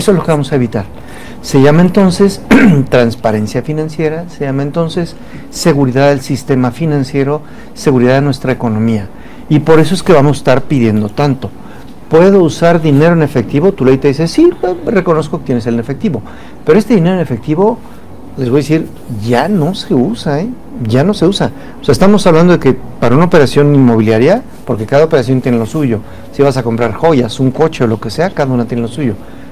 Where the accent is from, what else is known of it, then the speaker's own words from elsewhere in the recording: Mexico; Decimos nosotros como mexicanos, el Poder Legislativo, diputados, senadores.